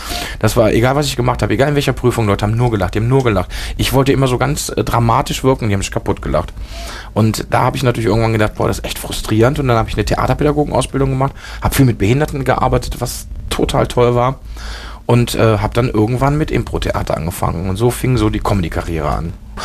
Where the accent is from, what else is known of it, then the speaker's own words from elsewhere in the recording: Germany; born there; first language Spanish; German is a second language; also born or lived in Spain; Also ich bin hier geboren in Deutschland. Als ich ein halbes Jahr alt war, meine Eltern sich getrennt. Und dann ist meine Mutter mit uns Kindern nach Spanien. Und da bin ich erstmal eingeschult worden und habe erstmal nur Spanisch gesprochen.